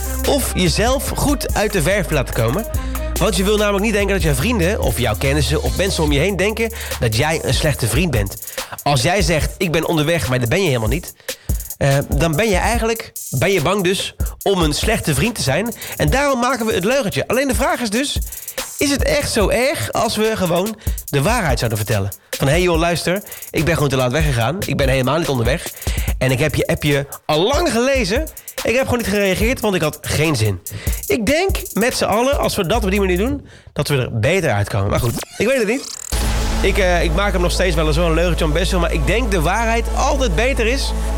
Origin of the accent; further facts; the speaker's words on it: Netherlands